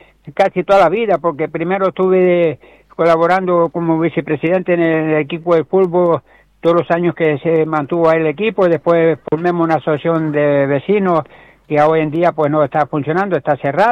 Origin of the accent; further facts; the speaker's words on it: Gáldar, Canary Islands, Spain; Yo lo que quiero es trabajar por mi pueblo y, como no, por Caidero y en general por el municipio de Galdas.